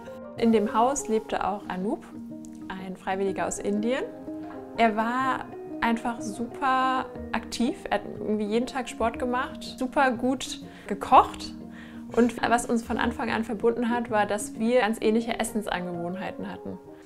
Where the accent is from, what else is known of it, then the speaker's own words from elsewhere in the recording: Aachen, North Rhine-Westphalia, Germany; Ich bin in Aachen aufgewachsen.